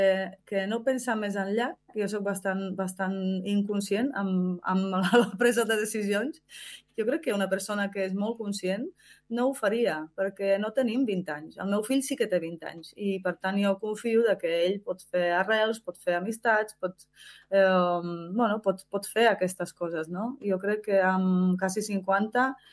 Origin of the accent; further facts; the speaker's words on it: Slovakia; Catalan is a second language; also born or lived in Czechoslovakia; now in Sant Feliu, Spain; Jo soc d'origen eslovaca. Vaig néixer a l'antiga Txecoslovàquia, que formava part dels països socialistes.